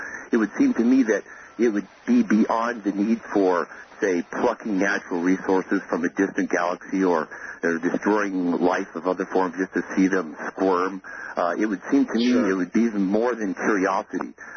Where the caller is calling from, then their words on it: Hawaii, United States; I'm calling from Maui.